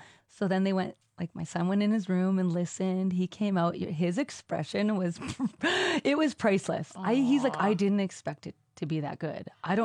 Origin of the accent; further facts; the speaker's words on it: Thunder Bay, Ontario, Canada; moved away; I grew up in Thunder Bay. We call them camps.